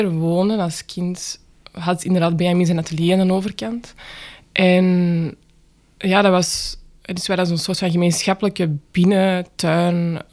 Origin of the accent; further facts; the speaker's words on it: Antwerp, Flanders, Belgium; Ik ben eigenlijk in 2 gezinnen opgegroeid. Mijn ouders zijn gescheiden toen ik heel jong was. Dus ik ben deels bij mijn moeder opgegroeid in Berchem, samen met een Thomas ook.